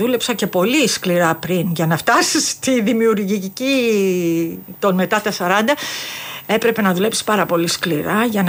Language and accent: Greek; Greece; now in United Kingdom; Μ' αρέσει η πατρίδα μου